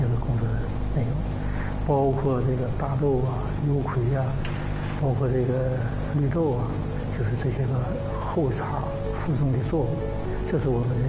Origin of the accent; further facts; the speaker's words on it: Baicheng, Jilin, China; 我老家就是白城地区的，所以我对这面呢有一种特殊的感情。